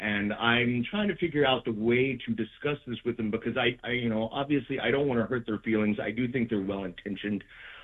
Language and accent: English; Brooklyn, New York, United States; now in Chattanooga, United States; Yes. I'm originally from Brooklyn, but I'm stuck down here, not to my own decision at the moment.